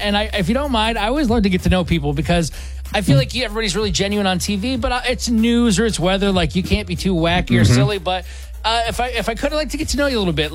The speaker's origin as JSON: {"language": "English", "town": "Howell", "region": "Michigan", "country": "United States", "tie": "born or raised there", "moved": "as an adult", "lives_now": "Grand Rapids, United States", "said": "I grew up originally in Howell, so like kind of in the middle of the state, like east of Lansing. And when I moved out to Grand Rapids for the first time, I think it was 2007."}